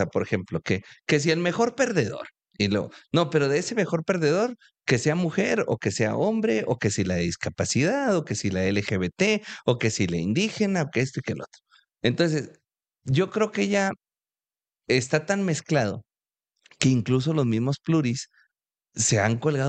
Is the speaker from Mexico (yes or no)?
yes; Chihuahua, Mexico; primero somos humanos Segunda, somos chihuahuenses.